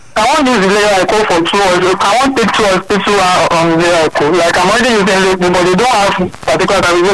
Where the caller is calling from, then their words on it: Lagos, Nigeria; from Alagbadu.